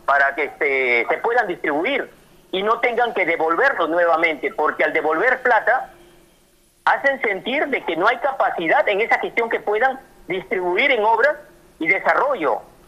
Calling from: Tambogrande, Piura, Peru; a mi pueblo de Tambo Grande reitero mis saludos.

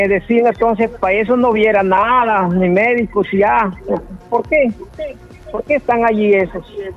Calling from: Tambogrande, Piura, Peru

